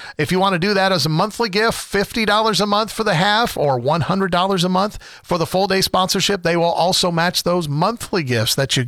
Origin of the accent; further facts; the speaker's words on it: Ohio, United States; now in Fredericksburg, United States; I'm from Ohio